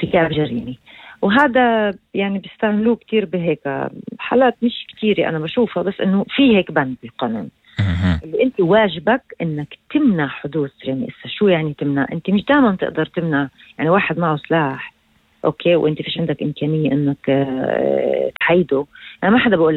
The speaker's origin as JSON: {"language": "Arabic", "country": "Palestine", "said": "هذا الشعور لدينا أوكي كطلاب كمحاضرين كفلسطينيين"}